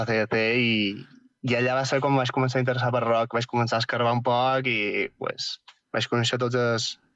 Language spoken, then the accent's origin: Catalan; Barcelona, Catalonia, Spain; No, jo soc de Barcelona.